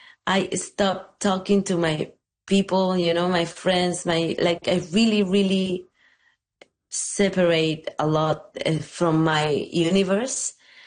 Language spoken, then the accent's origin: English; Veracruz, Mexico; I grew up in Veracruz. Eventually, I wanted to go back home. You know, my mother was there, and I wanted to build this house, the house that I live in.